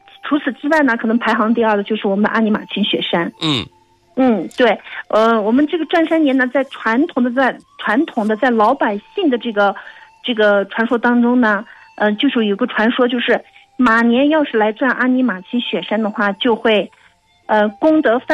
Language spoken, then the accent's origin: Chinese; Golog, Qinghai, China; 我的家乡果洛。我们果洛呢，很多人听了以后呢觉得很远很高，但我说句实话，现在的果洛呢是身在天边，景在眼前和心在身边